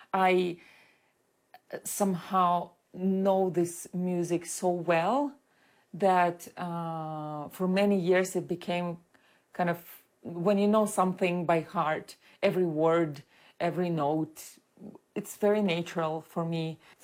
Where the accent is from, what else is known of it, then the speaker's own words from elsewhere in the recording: Ukraine; and I grew up in 2000s in Ukraine